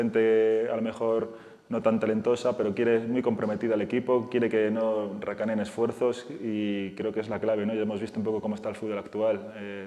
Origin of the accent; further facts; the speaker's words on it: Bilbao, Basque Country, Spain; Yo cuando era pequeño, yo soy de Bilbao